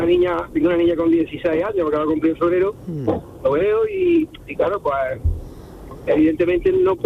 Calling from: Montoro, Andalusia, Spain; yo vivo en Montoro, a media hora de Córdoba, porque está en Córdoba

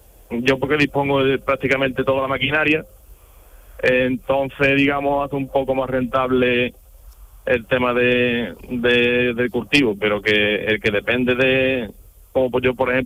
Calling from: Martín de la Jara, Andalusia, Spain; Pues ahora mismo estoy en el campo, arando. ¿Dónde? En Martín de la Jara.

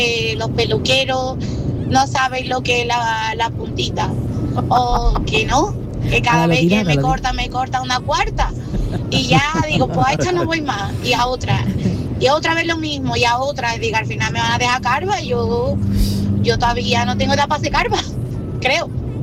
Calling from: Seville, Andalusia, Spain; de Sevilla.

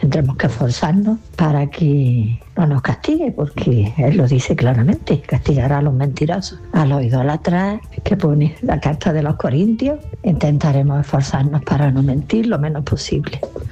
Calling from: Granada, Andalusia, Spain; soy de Granada.

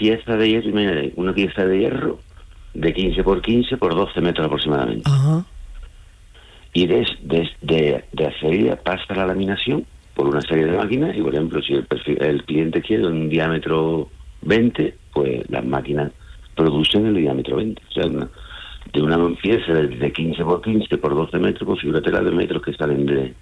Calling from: Seville, Andalusia, Spain; Ah, sí, ya sé, la capital, aquí en Nervión.

